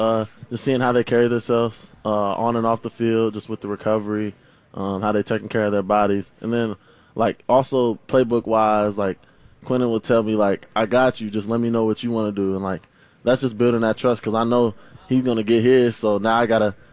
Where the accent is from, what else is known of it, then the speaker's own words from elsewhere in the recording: Louisville, Kentucky, United States; Louisville, Kentucky.